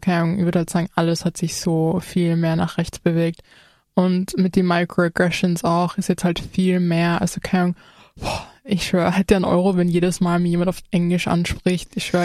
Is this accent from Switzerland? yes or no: no; Austria; als Österreicherin